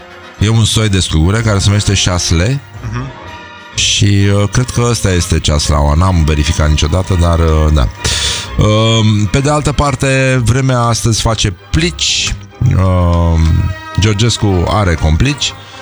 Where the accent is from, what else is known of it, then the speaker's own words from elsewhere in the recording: Romania; când au auzit că suntem din România